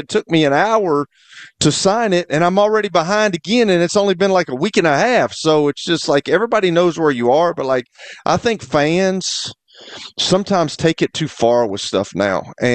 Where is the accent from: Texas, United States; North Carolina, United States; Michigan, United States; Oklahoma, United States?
North Carolina, United States; Fayetteville; I'm from Fayetteville, man. Y'all know I'm country as cornbread